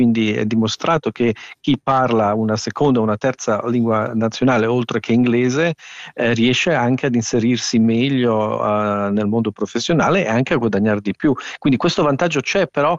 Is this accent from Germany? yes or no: no; Switzerland; nella nostro paese plurilingue